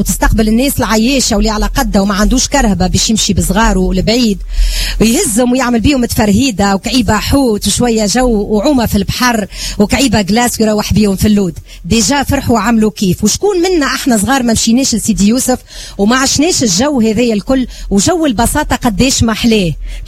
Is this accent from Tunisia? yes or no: yes; Sfax, Sfax Governorate, Tunisia; احنا في صفاقس